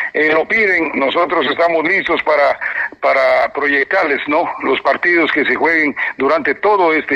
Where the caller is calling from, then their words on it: Ecuador; Todos somos ecuatorianos